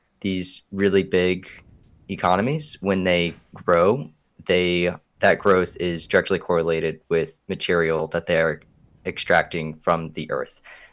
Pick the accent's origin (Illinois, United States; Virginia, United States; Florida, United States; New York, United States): Illinois, United States; Oak Park; I started a similar book club in Oak Park, my hometown, a suburb of Chicago